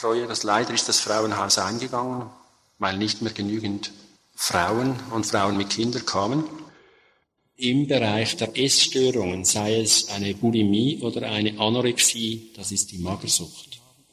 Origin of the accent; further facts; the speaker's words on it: Switzerland; Bei uns in der Schweiz gibt es eine ganze Palette